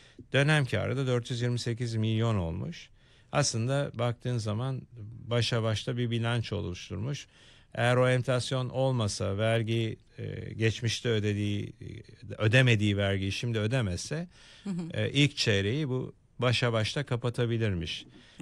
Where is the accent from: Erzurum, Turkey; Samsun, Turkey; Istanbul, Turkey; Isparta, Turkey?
Istanbul, Turkey; born there; Ben Zeytinburnu doğumluyum.